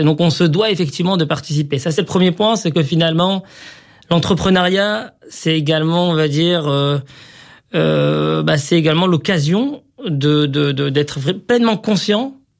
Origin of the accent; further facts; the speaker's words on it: Morocco; moved away as an adult; now in France; Moi, à titre perso, effectivement, j'ai grandi au Maroc, j'ai ensuite émigré en France, il y a de cela maintenant près de 15 ans.